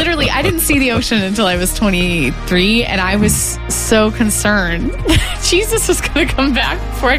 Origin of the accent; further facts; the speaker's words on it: United States; Well, I did. I grew up near the Wabash River. I needed an ocean.